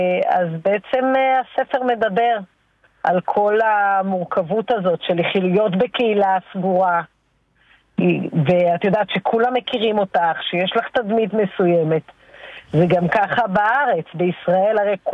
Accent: Central District, Israel; אני מקיבוץ שפעים.

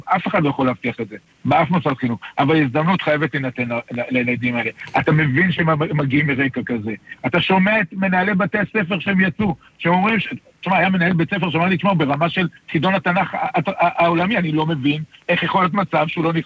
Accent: Netanya, Central District, Israel; אני גדלתי בוותיקים, למדתי באלומות.

